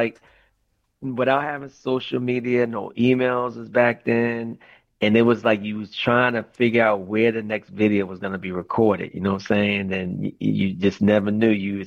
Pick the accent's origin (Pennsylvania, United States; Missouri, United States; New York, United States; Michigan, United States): New York, United States; North Babylon; growing up in North Babylon and Wyandanch was the next town over